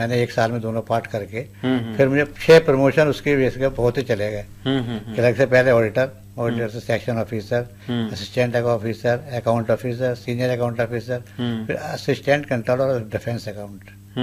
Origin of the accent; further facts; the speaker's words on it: Moradabad, Uttar Pradesh, India; born there; also born or lived in Sambhal; now in Bareilly, India; मूल निवासी हम मुरादाबाद के हैं